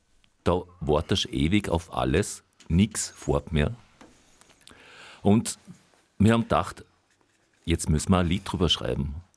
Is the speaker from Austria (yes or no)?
yes; Vorarlberg, Austria; Ich sage immer, was hat mich verraten als Vorarlberger?